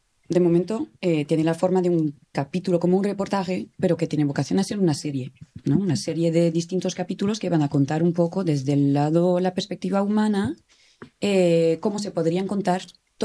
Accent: Nîmes, Occitania, France; Spanish is a second language; moved away as an adult; also born or lived in Paris; soy de Nimes, de Francia. Así que ya te explica como la mayor parte de la respuesta, ¿no? Pero diría en una familia súper aficionada de Nimes.

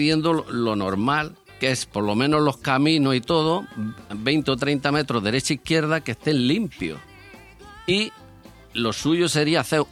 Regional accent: Baza, Andalusia, Spain; Mira, yo una anécdota. Yo tenía una finca en mi pueblo, ¿vale?

